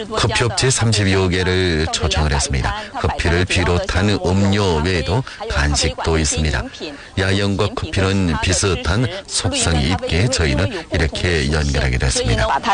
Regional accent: Yanji, Jilin, China; 저는 연길에서 왔는데 이번이 두 번째 방문입니다.

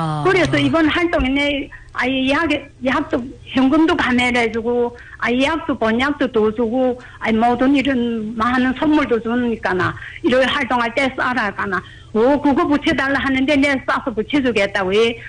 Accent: Jilin, China; 우리 연변에는 정말 선생님 그래서 내가 이렇게 좋으니까 우리 고향 동창 친구가

